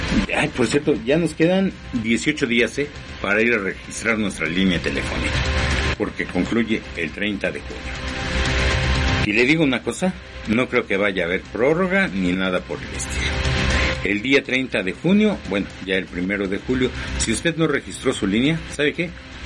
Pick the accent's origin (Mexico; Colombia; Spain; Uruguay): Mexico